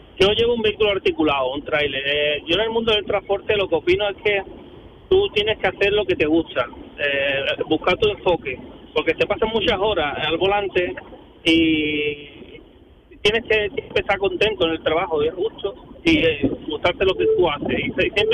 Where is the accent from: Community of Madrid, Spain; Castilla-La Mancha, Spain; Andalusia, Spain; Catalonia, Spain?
Andalusia, Spain; Jerez de la Frontera; also born or lived in Canary Islands; 11 años en Canarias. De Jerez de la Frontera.